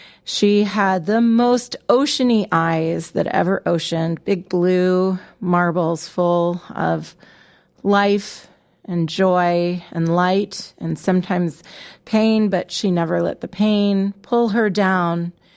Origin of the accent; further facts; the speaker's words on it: Maryland, United States; now in New Orleans, United States; Emily also lived at the beach in Maryland, where I am from, originally not the beach, but I'm from Maryland.